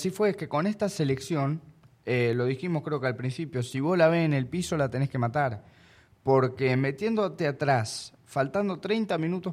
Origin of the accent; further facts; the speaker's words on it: Argentina; nosotros que somos argentinos